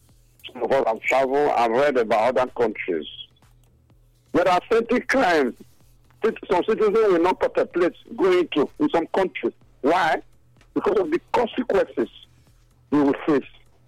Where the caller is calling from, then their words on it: Benin City, Edo, Nigeria; I'm calling from Benin City.